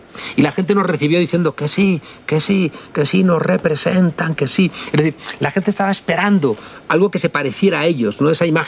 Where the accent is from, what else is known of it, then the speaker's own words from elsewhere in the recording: Spain; mi país, en España